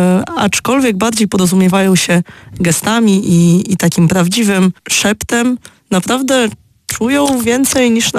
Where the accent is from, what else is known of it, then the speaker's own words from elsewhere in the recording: Tricity, Pomeranian Voivodeship, Poland; Pochodzę z Trójmiasta